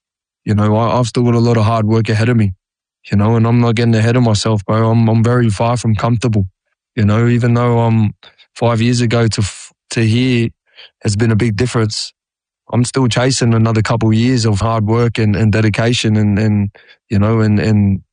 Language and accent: English; New South Wales, Australia; I'm a dude from Watanabe on the Central Coast. You know what I mean? Like, there's not many people make it out these neck of the woods.